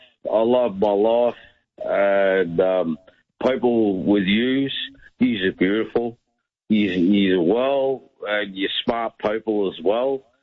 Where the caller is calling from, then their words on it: Australia; I'm Australian as I come, man.